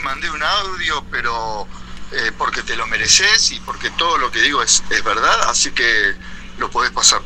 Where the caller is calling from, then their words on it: Luján, Buenos Aires Province, Argentina; Yo, como soy de Luján